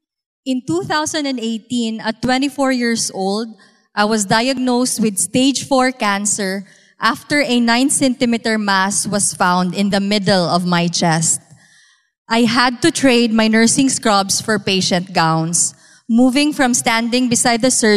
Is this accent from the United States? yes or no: no; Cagayan de Oro, Northern Mindanao, Philippines; I underwent surgery in my hometown of Cagayan de Oro